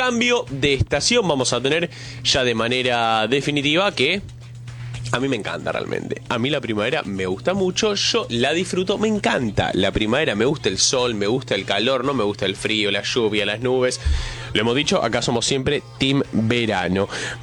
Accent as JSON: {"language": "Spanish", "region": "Buenos Aires", "country": "Argentina", "tie": "born or raised there", "said": "Le digo como porteño pura cepa, que nació y lleva viviendo toda su vida aquí en la ciudad autónoma de Buenos Aires."}